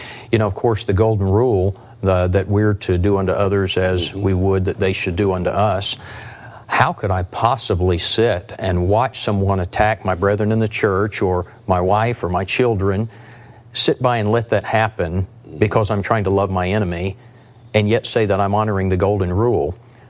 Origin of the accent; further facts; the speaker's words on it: Charleston, South Carolina, United States; I particularly feel the pain, being my hometown.